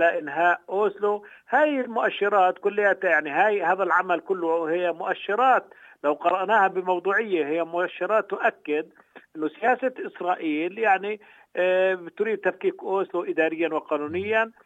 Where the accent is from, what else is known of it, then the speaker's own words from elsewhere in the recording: Palestine; علينا كفلسطينيين